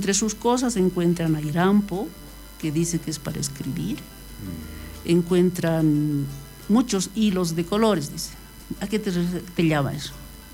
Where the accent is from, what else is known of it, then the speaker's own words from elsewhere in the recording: Oruro, Bolivia; como orureños. Exacto. Y como bolivianos